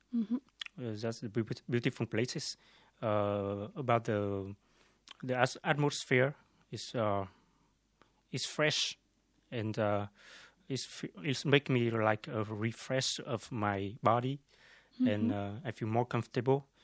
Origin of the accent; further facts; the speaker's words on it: Vietnam; English is a second language; now in France; I think it's Vietnamese food. I usually miss my hometown food, like pho or banh mi. I know that in some big city in French, like Toulouse or Paris, we have that too. But the taste, the smell, mm-hmm. Cannot be the same with the food in Vietnam.